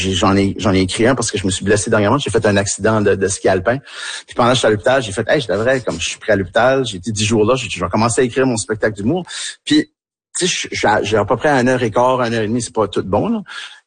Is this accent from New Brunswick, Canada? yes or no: yes; Tracadie, New Brunswick, Canada; accent: Tracadie; ben, je parle avec mon accent tracadie un peu plus, puis je me laisse aller